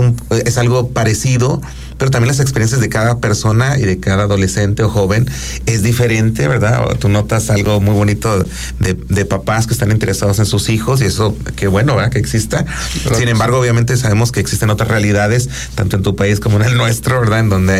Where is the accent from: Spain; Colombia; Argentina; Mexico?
Mexico